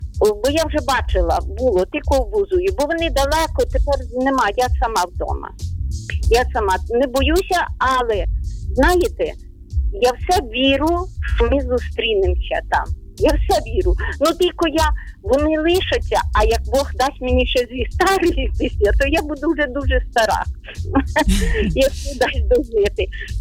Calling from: Ternopil Oblast, Ukraine; Я з України. Тернопільщина

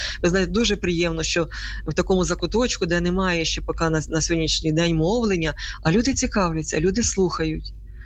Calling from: Ivano-Frankivsk, Ivano-Frankivsk Oblast, Ukraine; Так, я з Івано-Франківська, знаходжуся на парафії Римо-католицької церкви Христа Царя.

